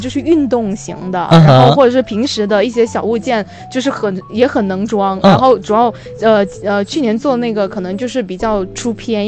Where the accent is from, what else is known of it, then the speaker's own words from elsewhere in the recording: Haikou, Hainan, China; 生在海南，然后同时又在海口上了十几年学了，从高中、大学，然后工作5年都是在这边，